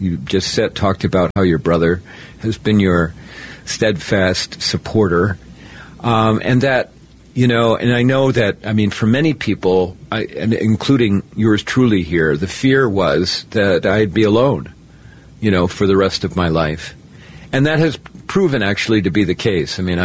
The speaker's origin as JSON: {"language": "English", "region": "Iowa", "country": "United States", "tie": "born or raised there", "moved": "yes", "lives_now": "Minnesota, United States", "said": "the reason I live in Minnesota, because I grew up in Iowa, and for a long time my heart was in Iowa"}